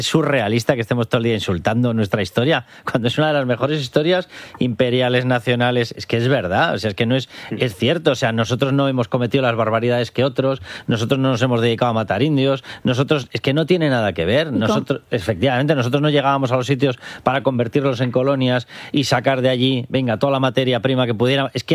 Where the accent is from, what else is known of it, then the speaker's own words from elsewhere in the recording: Spain; evidentemente por patriotismo y porque soy español